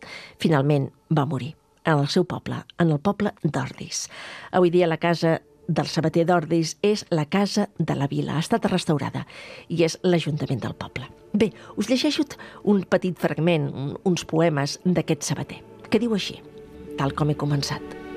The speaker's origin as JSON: {"language": "Catalan", "region": "Catalonia", "country": "Spain", "said": "la mitificació literària de la seva comarca, de la meva comarca, tot prenent l'Empordà"}